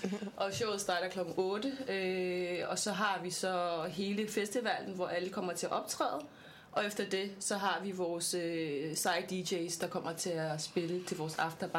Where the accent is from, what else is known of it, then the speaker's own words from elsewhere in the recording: Tanzania; er jo ikke, jeg er fra Tanzania.